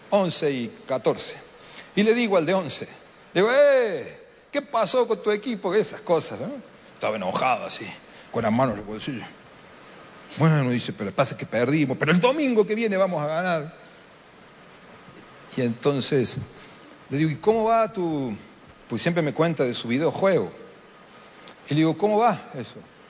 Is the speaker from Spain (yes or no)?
no; Argentina; Me tocó a mí decírtelo, perdón. Vengo de Argentina a decírtelo, no es lo mismo.